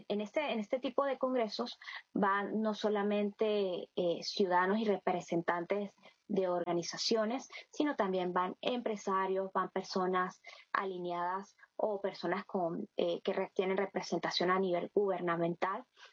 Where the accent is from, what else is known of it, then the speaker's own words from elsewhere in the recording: Venezuela; darles la mejor imagen de lo que somos como venezolanos, lo que somos como ciudadanos